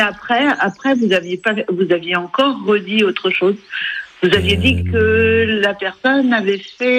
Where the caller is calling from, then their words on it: Lannion, Brittany, France; De Lannion.